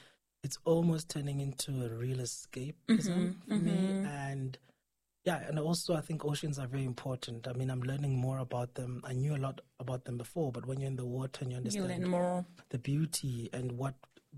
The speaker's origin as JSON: {"language": "English", "town": "Maseru", "region": "Maseru District", "country": "Lesotho", "tie": "born or raised there", "said": "I come from Maseru."}